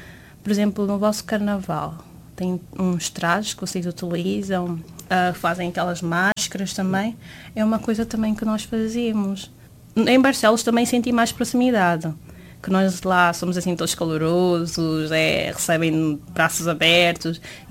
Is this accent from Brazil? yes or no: no; Guinea-Bissau; moved away as an adult; now in Portugal; eu tenho 24 anos, sou da Guiné-Bissau, nasci aqui, mas fui criada lá. Vim aqui em 2021 para vir estudar, para tirar a minha licenciatura.